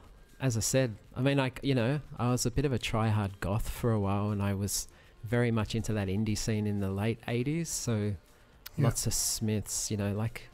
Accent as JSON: {"language": "English", "town": "Penrith", "region": "North West England", "country": "United Kingdom", "tie": "born or raised there", "said": "Like I played in a jazz band at school, which was pretty anomalous to growing up in Penrith."}